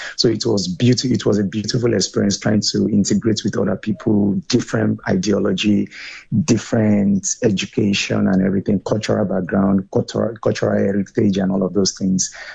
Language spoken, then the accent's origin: English; Lagos, Nigeria; also born or lived in Kwara State; I'm from Kwara State, but I also live all my life in Lagos.